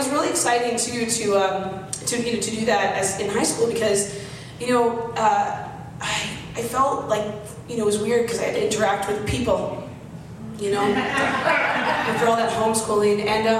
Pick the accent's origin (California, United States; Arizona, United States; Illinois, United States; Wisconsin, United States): Arizona, United States; I was raised in Arizona